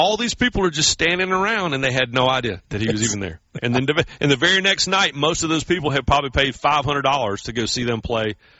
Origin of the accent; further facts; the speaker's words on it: Raleigh, North Carolina, United States; Clemson is the place that growing up in the Triangle, growing up in Raleigh, and I have been to games in Chapel Hill, Wake Forest, I mean, East Carolina, obviously NC State, Duke, all of it.